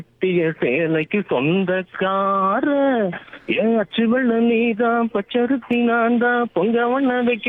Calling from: Ponneri, Tamil Nadu, India; பொன்னேரி ஜெகட்டையில இருந்து … பேசுறேன் சார்.

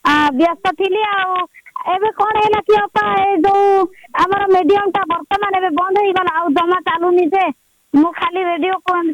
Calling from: Dharmagarh, Odisha, India; ଆମ ଗାଁ ସୀମାପଡ଼ା ପୋଷ୍ଟ ପର୍ଲା ଥାନା ଧର୍ମଗଡ଼ ଜିଲ୍ଲା କଳାହାଣ୍ଡିରୁ କହୁଥିଲି।

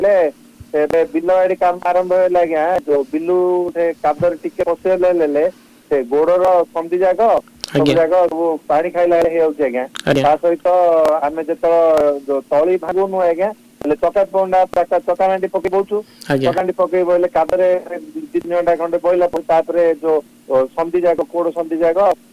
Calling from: Tindinapalli, Odisha, India; ଆମ ଗାଁ ଆଜ୍ଞା ଟିଣ୍ଡିଣାପଲ୍ଲୀ ଧରାଉଟ ବ୍ଲକରେ।

